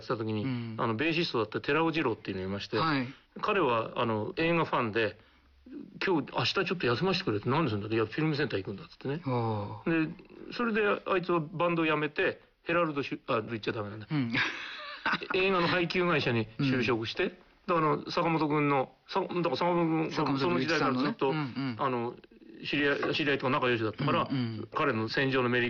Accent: Tokyo, Japan; 生まれ育ったのが池袋なの で

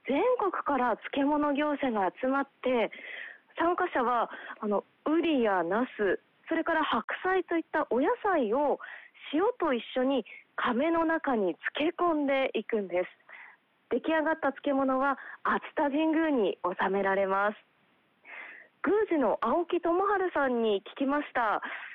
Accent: Aichi, Japan; 私も愛知県の出身なんですが

